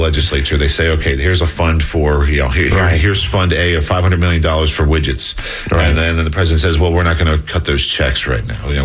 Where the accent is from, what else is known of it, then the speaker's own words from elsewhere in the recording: New Jersey, United States; I grew up in New Jersey, so I root for the New Jersey Devils and the New Jersey Nets and the New York Mets.